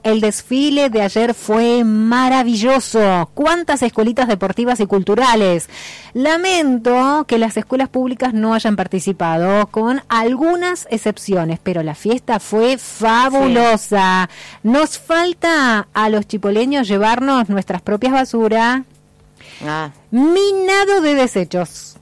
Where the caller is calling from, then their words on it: Allen, Río Negro, Argentina; Buen día, Karina, Omar, Graciela … de Allen, que tengan un lindo comienzo de semana.